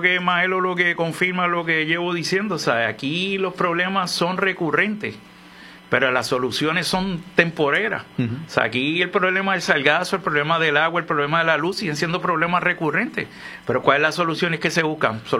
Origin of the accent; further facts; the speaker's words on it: Puerto Rico; nosotros como puertorriqueños